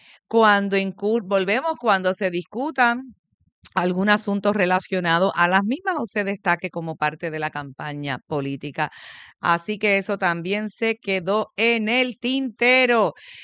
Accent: Puerto Rico; así somos los puertorriqueños solidarios

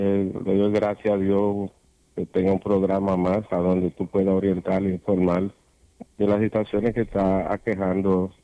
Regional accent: Dominican Republic; Soy dominicano, yo me crié junto con los haitianos, mi abuela vino de Haití, imagínate. Yo conozco la costumbre como si hubiese vivido en Haití. Hablo bastante creol, entiendo la cultura de ellos muy bien.

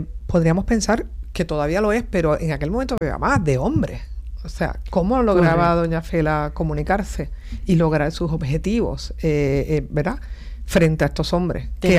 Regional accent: Bayamón, Puerto Rico; Pero yo recuerdo de niña, ¿verdad? Me crié en Bayamón

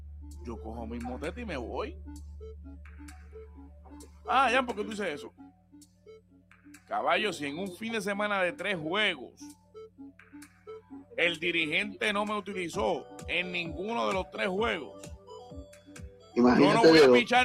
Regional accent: Cabo Rojo, Puerto Rico; yo soy de Cabo Rojo.

